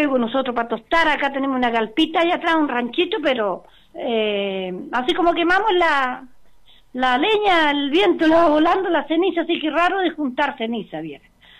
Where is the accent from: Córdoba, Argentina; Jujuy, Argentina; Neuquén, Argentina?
Neuquén, Argentina; Las Ovejas; moved away; Yo nací en Las Ovejas, para arriba, vivía en Ranquileo, allá. Mis abuelos eran chilenos. Ellos llegaron de Chile cuando mi papá tenía 5 años